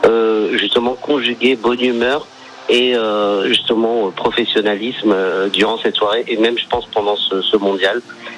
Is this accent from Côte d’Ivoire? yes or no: no; Bordeaux, Nouvelle-Aquitaine, France; Je suis de Bordeaux.